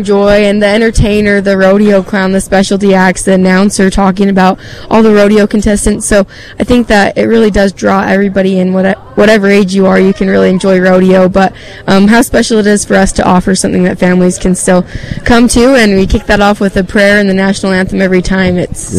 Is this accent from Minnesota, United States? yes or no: no; Utah, United States; I'm from Utah.